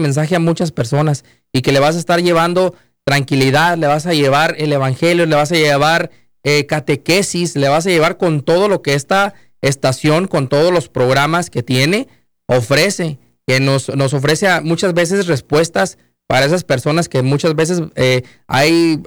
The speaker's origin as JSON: {"language": "Spanish", "country": "Mexico", "said": "Estamos hablando de que nosotros tenemos esa herencia como mexicanos, ¿verdad?"}